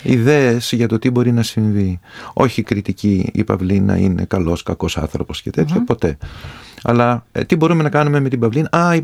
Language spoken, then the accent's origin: Greek; Mytilene, North Aegean, Greece; Λέω Μυτιλίνη. Να λες ότι είμαι Μυτιλινιός, όχι ότι είμαι Έλληνας.